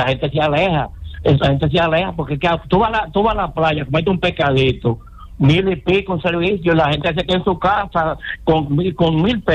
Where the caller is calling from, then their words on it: San Cristóbal, Dominican Republic; yo soy de San Cristóbal